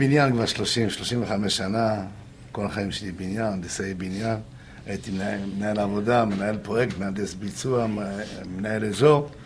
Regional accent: the south, Israel; אני תמיד קורא להן דירות דרומיות, אצלנו בדרום הדירות הן גדולות, רחבות

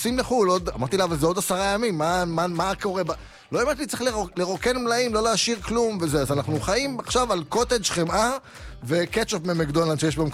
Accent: Yavne, Central District, Israel; אצלנו ביבנה

